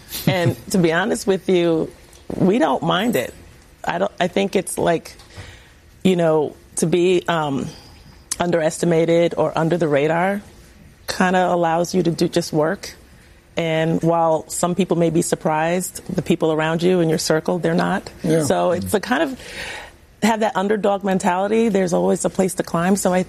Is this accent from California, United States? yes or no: no; New York, United States; You know, growing up in New York, but for him and his teammates to achieve this so quickly as well